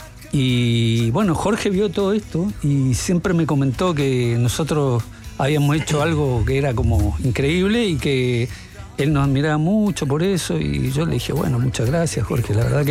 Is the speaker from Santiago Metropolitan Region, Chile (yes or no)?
yes; Santiago Metropolitan Region, Chile; born there